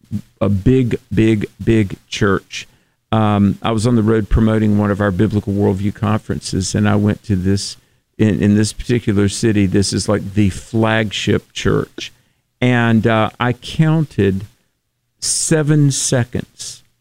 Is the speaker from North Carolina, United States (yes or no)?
yes; North Carolina, United States; In my home state of North Carolina